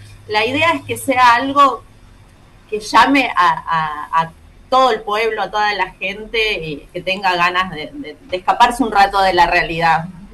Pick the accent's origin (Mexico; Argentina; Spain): Argentina; Berazategui, Buenos Aires Province; born there; also born or lived in Brazil; No, yo nací en Berazategui, provincia de Buenos Aires. Pero viví en varios lados. Hace poco volví de Brasil, estuve viviendo en Brasil, y hace poco retorné acá